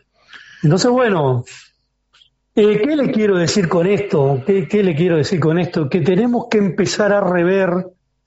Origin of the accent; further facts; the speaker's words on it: Uruguay; moved away as an adult; now in Paraguay; yo hace años que no vivo en Uruguay, pero ya cuando yo me vine